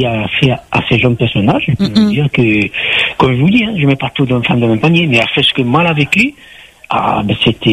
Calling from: Southern France, France; Je viens du Sud, j'ai 51 ans.

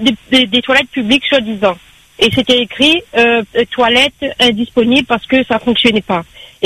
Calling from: Bras-Panon, Réunion; j'habite à Brapanon.

